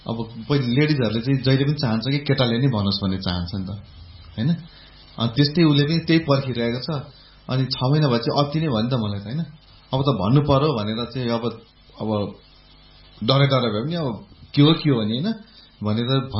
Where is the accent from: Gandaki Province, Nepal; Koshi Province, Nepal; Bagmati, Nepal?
Koshi Province, Nepal; Biratnagar; मेरो घर विराटनगर हो